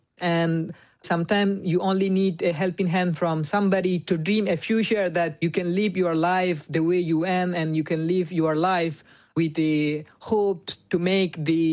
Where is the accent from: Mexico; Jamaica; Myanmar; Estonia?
Myanmar; now in United States; so I don't have a citizenship, still I am from Burma. And in my immigration status, it's recorded that I am from Burma.